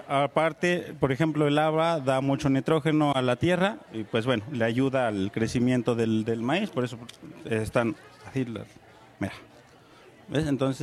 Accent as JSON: {"language": "Spanish", "town": "Magdalena Petlacalco", "region": "Mexico City", "country": "Mexico", "said": "vengo del poblado de Magdalena Petlacalco, Tlalpan, Ciudad de México."}